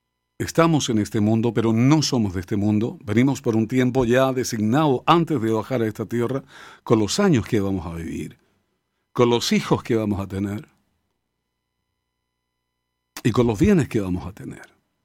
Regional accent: Parral, Maule, Chile; nosotros somos de Parral, de campo, familia de campo, muchos años, de pueblo.

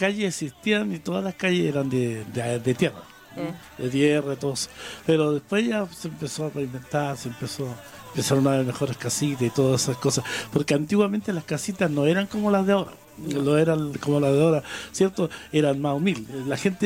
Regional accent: Concepción, Biobío, Chile; Yo soy de Concepción, nacido en Concepción. De allá también, conocí un poquito, digamos, Concepción, cuando no tenía mucha población.

